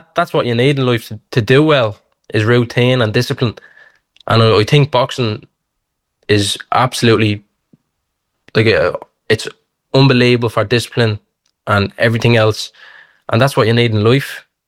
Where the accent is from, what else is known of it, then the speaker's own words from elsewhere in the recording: Dublin, Leinster, Ireland; born there; also born or lived in Liberty House, Dublin city centre; So I'm originally from town. I'm from Liberty House. And then I got a bit older. Well, not older. I was probably about six or seven, and then moved out to Finglas then. So a bit of a Finglas and a bit of a townie as well.